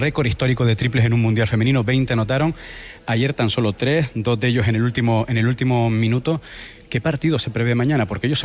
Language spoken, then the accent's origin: Spanish; Canary Islands, Spain; Oye, mañana, Japón, 6:50, 5:10 en Canarias, en mi tierra.